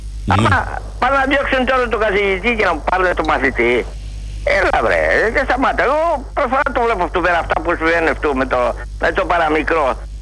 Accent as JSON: {"language": "Greek", "town": "Diakopto", "region": "Western Greece", "country": "Greece", "said": "Ναι, το διακοπτό, το διακοπτό."}